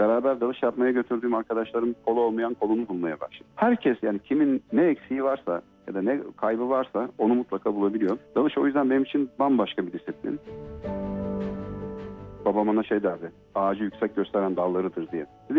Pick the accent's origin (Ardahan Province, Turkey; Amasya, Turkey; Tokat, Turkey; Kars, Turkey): Kars, Turkey; also born or lived in Gölcük; 1976 Kars doğumluyum. İlk öğretimimi Kars'ta, diğer öğrenimlerimi de Kocaeli'nin Gölcük ilçesinde tamamladım.